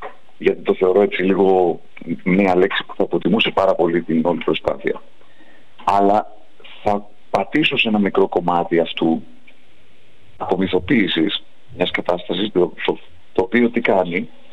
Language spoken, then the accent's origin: Greek; Greece; εμείς σαν Έλληνες